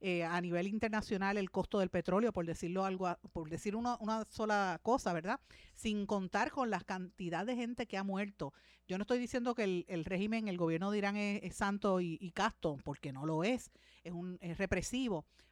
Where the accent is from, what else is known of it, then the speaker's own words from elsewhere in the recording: Puerto Rico; A nosotros como puertorriqueños nos afectan.